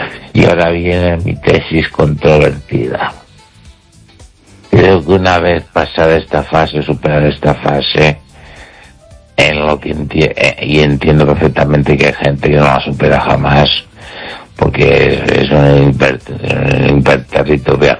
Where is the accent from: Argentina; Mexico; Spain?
Spain; Catalonia; Spanish is a second language; Y ahora soy escritor español, catalán en expresiones que española. Y me siento muy orgulloso.